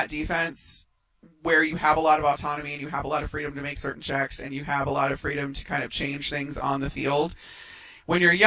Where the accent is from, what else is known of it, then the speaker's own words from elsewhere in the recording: Chicago, Illinois, United States; I grew up in Chicago.